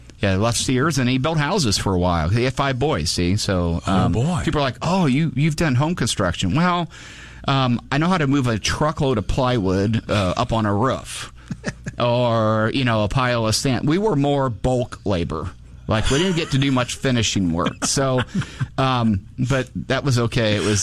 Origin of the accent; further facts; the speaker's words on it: Divernon, Illinois, United States; I grew up in Divernon.